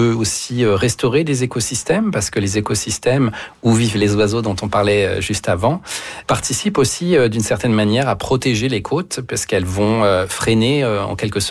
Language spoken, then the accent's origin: French; Hauts-de-France, France; Moi, j'ai grandi dans le au nord de Paris, mais c'est en Picardie, en fait.